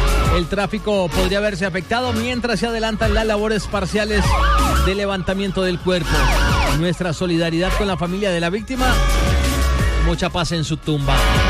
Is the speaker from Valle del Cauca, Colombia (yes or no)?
yes; Cali, Valle del Cauca, Colombia; porque así somos los caleños, así somos los vallecaucanos, así somos los colombianos.